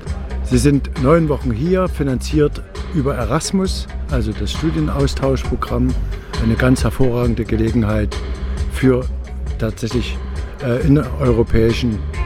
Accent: Bautzen, Saxony, Germany; now in Nebelschütz, Germany; in Bautzen aufgewachsen und seit über 20 Jahren jetzt hier in Nebelschütz geschäftsansässig

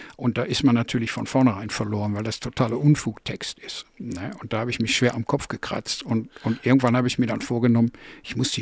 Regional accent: North Rhine-Westphalia, Germany; ich bin im Ruhrgebiet groß geworden und habe mit BFBS Radio, British Forces Broadcasting Service, wir waren ja besetzt von den Engländern, habe ich angefangen Musik zu hören

